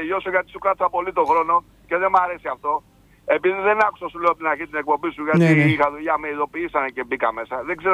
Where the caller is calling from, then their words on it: London, United Kingdom; Και όχι μόνο εγώ που … από το Λονδίνο, αλλά και πολλοί άλλοι φίλοι.